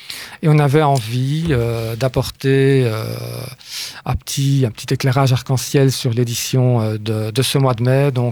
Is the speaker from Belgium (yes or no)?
yes; Belgium